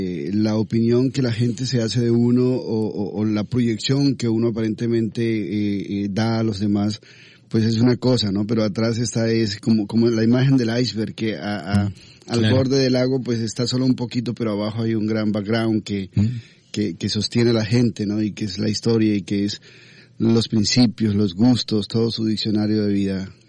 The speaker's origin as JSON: {"language": "Spanish", "town": "La Santísima Trinidad", "region": "Casanare", "country": "Colombia", "tie": "born there", "said": "nací en un pueblito que se llama La Santísima Trinidad."}